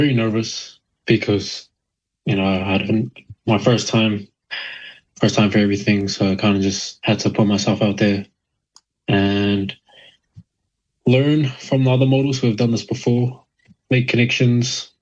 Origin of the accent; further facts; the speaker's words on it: New Zealand; also born or lived in Sydney, Australia / Alofi, Niue; I was born in Sydney, Australia. Moved over when I was young to New Zealand and raised in West Auckland.